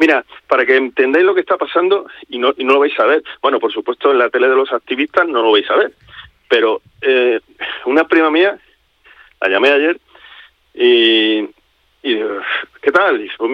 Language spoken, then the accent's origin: Spanish; Ceuta, Spain; Para una ciudad leal a España, porque es leal, porque allí somos españoles